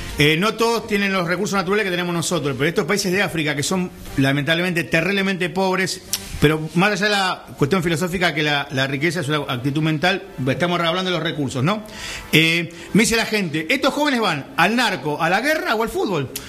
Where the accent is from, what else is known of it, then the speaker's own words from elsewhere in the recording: Argentina; Yo le tengo mucha fe a este mundial, más allá que soy argentino nacionalista.